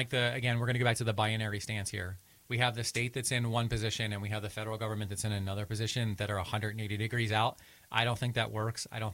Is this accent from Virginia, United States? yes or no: no; Philadelphia, Pennsylvania, United States; moved away as an adult; also born or lived in Middle East; I've spent more of my life in the Middle East than in my hometown of Philadelphia in my adult life.